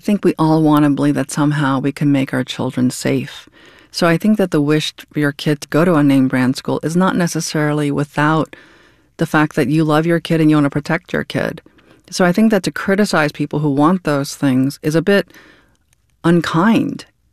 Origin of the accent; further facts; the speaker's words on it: New York City, New York, United States; when I was in high school, I went to the Bronx High School of Science in New York, which is a specialized high school.